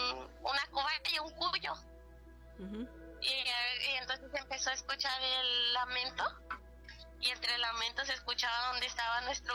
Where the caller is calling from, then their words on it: Veracruz, Mexico; Desde Veracruz.